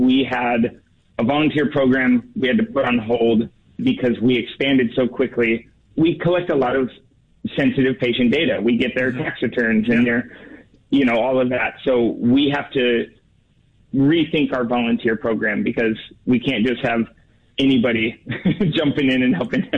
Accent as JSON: {"language": "English", "town": "Portland", "country": "United States", "tie": "born or raised there"}